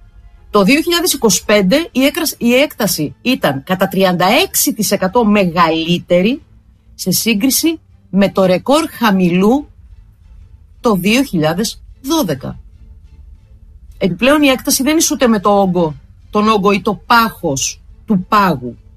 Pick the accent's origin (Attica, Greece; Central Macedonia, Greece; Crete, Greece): Crete, Greece; Heraklion; εδώ στην πόλη μου, στο Ηράκλειο, έχουν φαίνεται πάρα πολλά χρόνια τώρα, έχουν μια αλλεργία στο πράσινο.